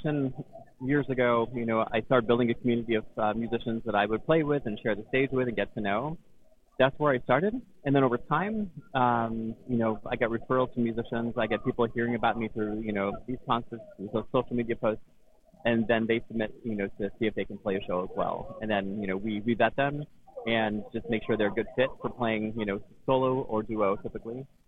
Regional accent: Maine, United States; moved away as an adult; now in Seattle, United States; I've been here 20 years. I grew up in Maine, actually.

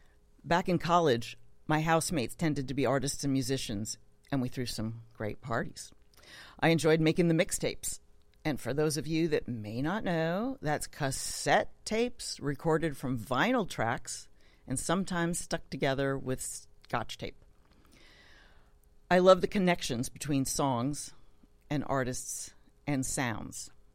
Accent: New York, United States; moved away as an adult; also born or lived in Detroit; now in Seattle, United States; I grew up in New York in the 60s and 70s, and all my older cousins were in Philly, and I spent my college years in Detroit, and I moved to Seattle in 1984.

